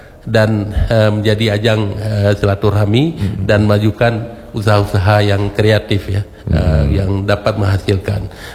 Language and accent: Indonesian; Meulaboh, Aceh, Indonesia; now in Banda Aceh, Indonesia; kampung saya di Melabo ya. Itu ada sawah, ada gunung, ada ini, ada bisa padi, bisa peternak ya, ada peternakan.